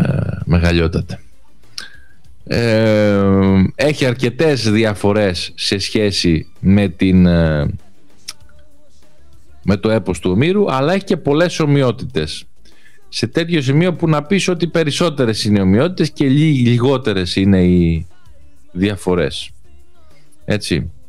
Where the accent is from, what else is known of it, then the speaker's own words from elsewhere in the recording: Corfu, Ionian Islands, Greece; ξεχνάνε βέβαια την πατρίδα μου την Κέρκυρα